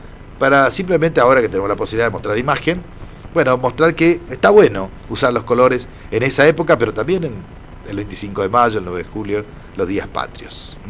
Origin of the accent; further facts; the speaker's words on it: Argentina; vamos a mostrar que somos argentinos